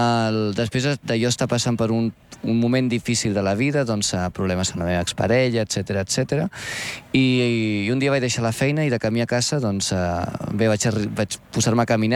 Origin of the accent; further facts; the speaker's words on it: Barcelona, Catalonia, Spain; Sí, jo sóc de Sant Andreu.